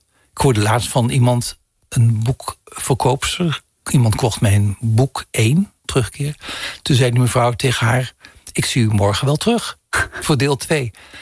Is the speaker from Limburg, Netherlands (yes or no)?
yes; Heerlen, Limburg, Netherlands; Ik kom uit Zuid-Limburg, uit Heerlen.